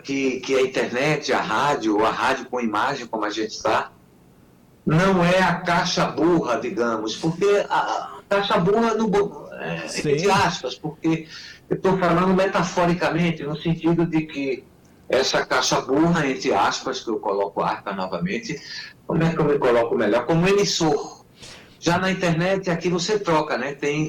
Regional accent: Recife, Pernambuco, Brazil; É minha terra, né? É minha terra.

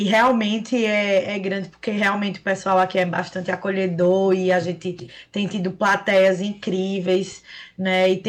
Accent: Garanhuns, Pernambuco, Brazil; A gente é de Garanhuns, do interior

